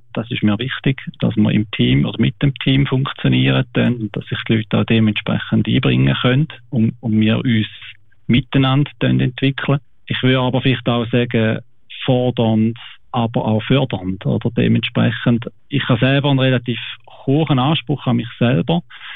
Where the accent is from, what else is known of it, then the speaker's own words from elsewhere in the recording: Wilchingen, Schaffhausen, Switzerland; Mein Vater ist von Helsinki. Schon lange aber in der Schweiz und meine Mutter ist von Wilchingen. Wir sind in Zwichingen aufgewachsen. Ich habe also mehr die Wurzeln da in der Schweiz